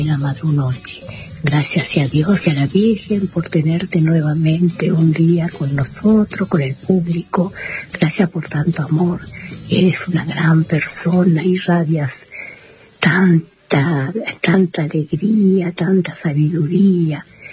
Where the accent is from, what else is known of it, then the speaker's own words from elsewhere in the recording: Salta, Argentina; Soy de Salta también